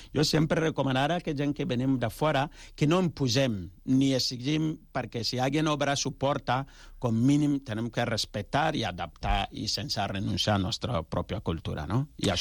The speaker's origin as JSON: {"language": "Catalan", "country": "Ghana", "second_language": "Catalan", "lives_now": "Catalonia, Spain", "said": "perquè jo soc de Ghana, tu imagina que jo vinc aquí amb un taparrabo o una lanança, això no és així."}